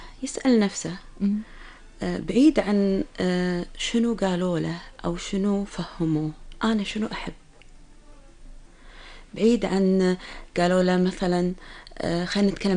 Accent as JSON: {"language": "Arabic", "country": "Kuwait", "said": "عندنا بالكويت"}